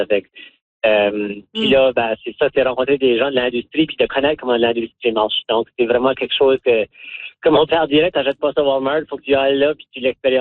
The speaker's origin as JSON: {"language": "French", "town": "Memramcook", "region": "New Brunswick", "country": "Canada", "tie": "born or raised there", "said": "Moi, j'ai grandi à Memram Cook, puis voir tous les artistes qui jouaient au Monument Lefebvre"}